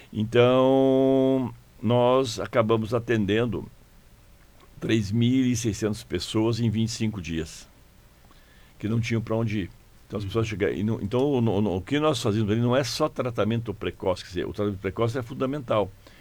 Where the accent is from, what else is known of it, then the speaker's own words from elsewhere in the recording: Curitiba, Paraná, Brazil; moved away as an adult; now in Cascavel, Brazil; Sou de Curitiba. Veio de Curitiba. Formado, criado e de lá direto para Cascavel.